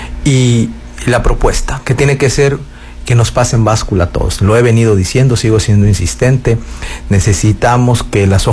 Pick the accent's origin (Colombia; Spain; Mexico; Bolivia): Mexico; Sinaloa; somos sinaloenses